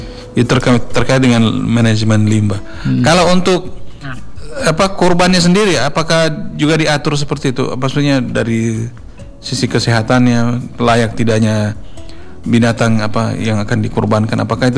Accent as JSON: {"language": "Indonesian", "town": "Palu", "region": "Central Sulawesi", "country": "Indonesia", "tie": "born or raised there", "said": "khususnya kita Tokaili di karena saya besar tumbuh di Lolu ini, kampung Lolu."}